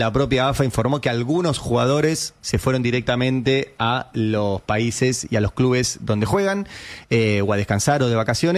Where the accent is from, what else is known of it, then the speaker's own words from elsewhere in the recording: Argentina; Por ende, los que estamos en contra de Milei somos argentinos de mal.